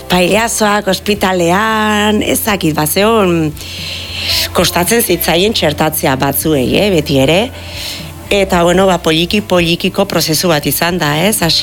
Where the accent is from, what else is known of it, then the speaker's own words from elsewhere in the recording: Errenteria, Basque Country, Spain; ni horretakoa, errenteikoa naz.